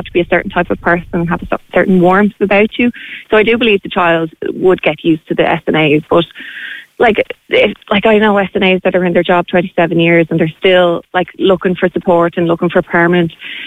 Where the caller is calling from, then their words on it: Ireland; Obviously, as an Irish citizen